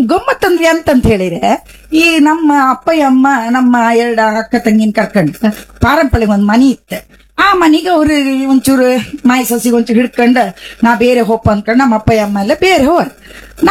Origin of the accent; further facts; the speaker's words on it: Kundapura, Karnataka, India; accent: Kundapura Kannada; ನಾವು ಕುಂದಾಪುರದಾಗೆ, ನೀವು ಹೇಳಿದಂಗೆ ಕುಂದಾಪುರದಾಗೆ ಹುಟ್ಟಿದ್ದ. ಸಾಲಿಗ್ರಾಮದಲ್ಲಿ ಚಿತ್ರಪಾಡಿ ಅಂತ ಒಂದು ಗ್ರಾಮ, ಅಲ್ಲಿ ನನ್ನ ತಂದೆ ಮನೆ, ನನ್ನ ಅಪ್ಪನ ಮನೆ ಅಲ್ಲೇಯ.